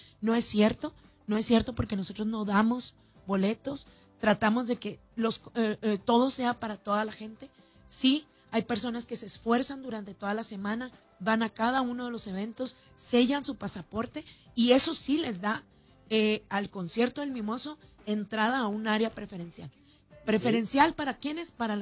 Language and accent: Spanish; Ciudad Juárez, Chihuahua, Mexico; Le dije, ah, yo soy de Ciudad Juárez.